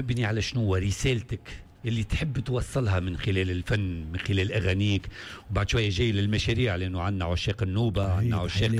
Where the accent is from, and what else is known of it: Djerba, Medenine, Tunisia